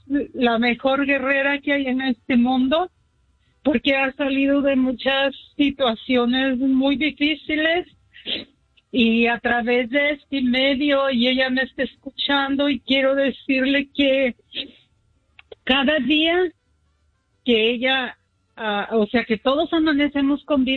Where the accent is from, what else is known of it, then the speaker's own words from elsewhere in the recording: El Granjenal, Michoacán, Mexico; now in Orange County, United States; Nosotros estamos aquí en el condado de Orange y … Somos del Granjenal, Michoacán.